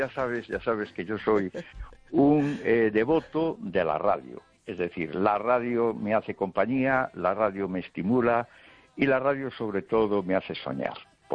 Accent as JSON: {"language": "Spanish", "region": "Galicia", "country": "Spain", "said": "nuestra Galicia"}